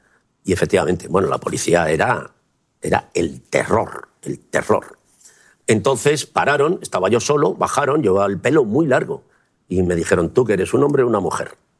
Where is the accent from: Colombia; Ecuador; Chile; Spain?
Spain; Community of Madrid; yo vengo de ese, en ese barrio de prosperidad, que era un barrio muy tranquilo